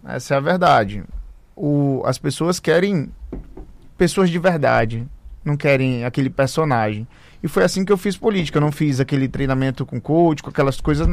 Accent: Roraima, Brazil; Foi assim que eu fui criado. Sou roraimense, a família toda também é de Roraima.

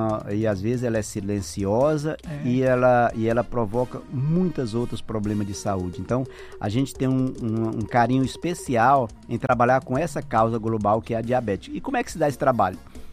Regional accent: Rio Branco, Acre, Brazil; Eu sou do Acre, de Rio Branco, né?

